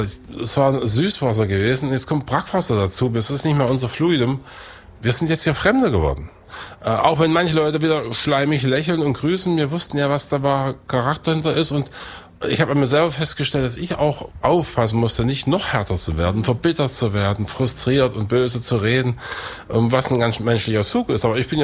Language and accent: German; Weißenfels, Saxony-Anhalt, Germany; Ja, ich bin in Eisleben geboren, in Weißenfels aufgewachsen. Also das ist mein Ursprungsfluidum dieser proletarisch geprägte Kultur des Industriedreieckes.